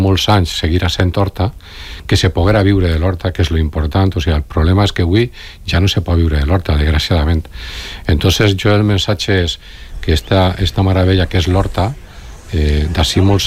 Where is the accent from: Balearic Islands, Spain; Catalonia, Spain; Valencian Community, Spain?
Valencian Community, Spain; Alboraia; jo soc d'Alboraia, en la meva zona, el Màser, Alboraia, Tavernes, que és on rega Rascanya